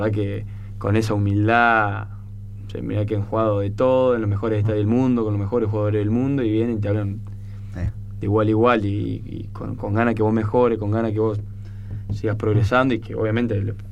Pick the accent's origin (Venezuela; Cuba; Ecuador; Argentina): Argentina; Entre Ríos; now in Rosario, Argentina; Porque yo soy de Entre Ríos y juego acá en Rosario.